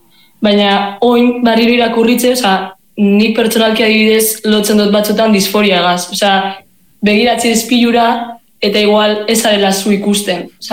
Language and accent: Basque; Gernika, Basque Country, Spain; Pues Gernikarra gara